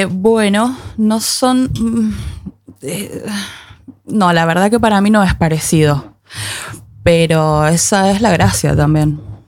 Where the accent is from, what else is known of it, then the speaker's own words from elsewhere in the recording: Godoy Cruz, Mendoza, Argentina; De Godoy Cruz, Antonio Tomba.